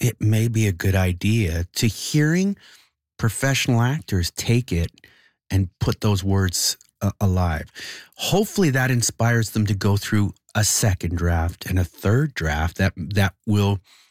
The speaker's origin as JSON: {"language": "English", "town": "Toronto", "region": "Ontario", "country": "Canada", "also_born_or_lived": "Winnipeg", "said": "because I'm from Toronto with a long history, I have a long history here in Winnipeg with the theater scene, but I'm from Toronto."}